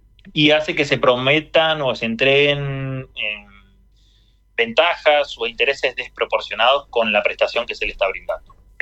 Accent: Argentina

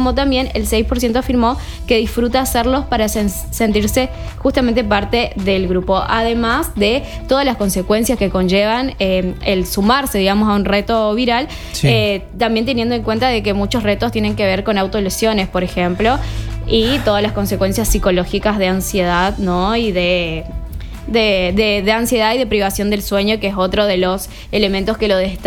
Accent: Goya, Corrientes, Argentina; en mi pueblo, ¿no? En Goya

